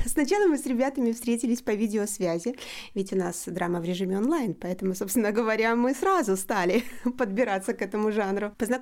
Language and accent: Russian; Gomel, Gomel Region, Belarus; я режиссер из Беларуси, город Гомель.